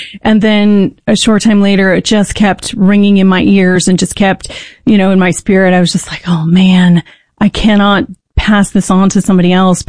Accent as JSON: {"language": "English", "country": "United States", "said": "my job as an American, as a mom, as a patriot, is to ensure not just my rights"}